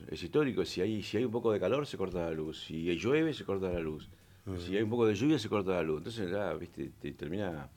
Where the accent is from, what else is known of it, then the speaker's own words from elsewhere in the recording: Río Gallegos, Santa Cruz, Argentina; born there; Yo nací acá en Río Gallegos